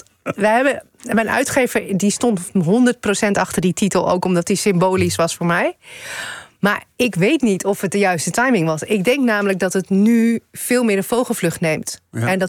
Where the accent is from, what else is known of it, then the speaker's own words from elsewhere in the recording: Leeuwarden, Friesland, Netherlands; Ik ben opgegroeid in Leeuwarden, in Friesland, ja, met een Surinaamse moeder.